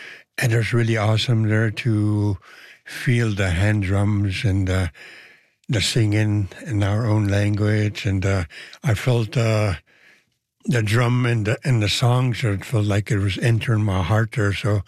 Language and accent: English; Merritt, British Columbia, Canada; also born or lived in Kamloops; I'm from Merritt, British Columbia, and I lived on Coldwater Reserve there in my younger days, and I went to a residence school in Kamloops for 11 years.